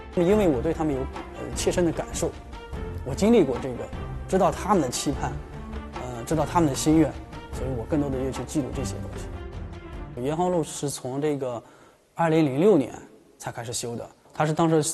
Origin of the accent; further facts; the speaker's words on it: Shanxi, China; moved away; 因为我本身就在这个吕梁山上长大的，我们小时候就山区里面，推门推开门就是山。